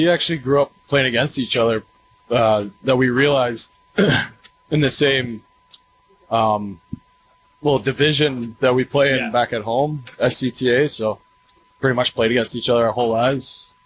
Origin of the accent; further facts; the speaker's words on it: Oakville, Ontario, Canada; also born or lived in Mississauga; So I'm from Oakville, Ontario.